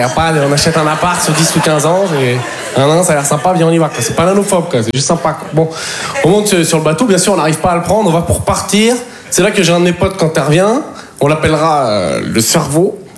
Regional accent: Poitiers, Nouvelle-Aquitaine, France; Savoir que moi, en plus, je viens de Poitiers. Donc, faut s'occuper. Tu peux pas aller au Futuroscope 5 fois par semaine.

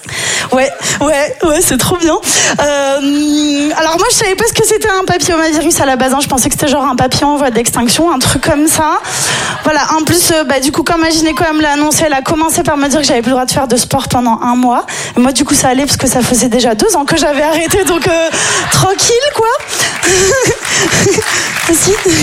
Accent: Nice, Provence-Alpes-Côte d'Azur, France; moi, je suis niçoise

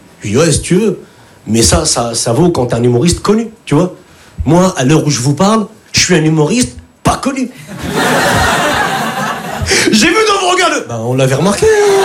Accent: Lille, Hauts-de-France, France; now in Paris, France; Je viens d'arriver sur Paris. Je viens de Lille.

